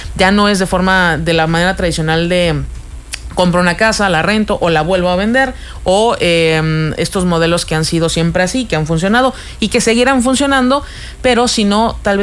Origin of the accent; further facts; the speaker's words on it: Mexico; born there; somos mexicanas de nacimiento